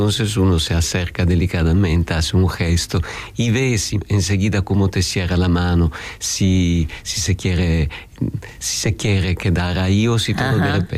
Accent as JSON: {"language": "Spanish", "country": "Italy", "also_born_or_lived": "India", "second_language": "Spanish", "moved": "as an adult", "said": "Nosotros mediterráneos, en Italia nosotros tenemos una forma de cocinar muy sencilla"}